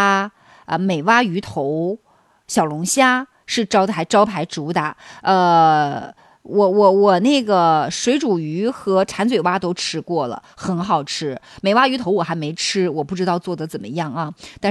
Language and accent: Chinese; Northeast China, China